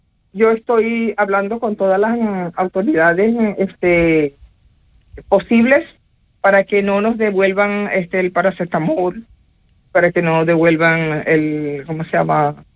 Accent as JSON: {"language": "Spanish", "country": "Venezuela", "said": "Nuestro granito de arena tiene que ser un montón muy grande para ayudar a mi tierra, Venezuela."}